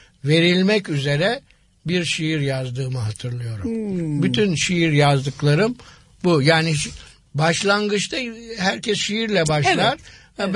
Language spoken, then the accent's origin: Turkish; Istanbul, Turkey; born there; ben Karagümrük'te oturuyorum.